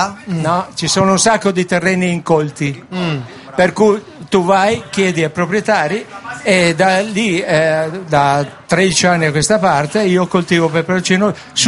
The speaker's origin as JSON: {"language": "Italian", "town": "Mori", "region": "Trentino-Alto Adige", "country": "Italy", "said": "vengo da Mori, vicino a Rovereto, e mi definisco il più grande produttore di peperoncino trentino al mondo."}